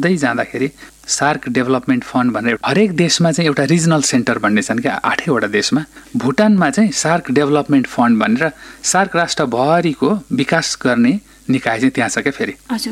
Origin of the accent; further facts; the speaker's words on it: eastern Nepal, Nepal; moved away; फेरि म ओरिजिन अब पूर्वको भएँ, अनि फेरि पूर्व गरेर चाहिँ त्यहाँ 5 वर्ष काम गरेँ।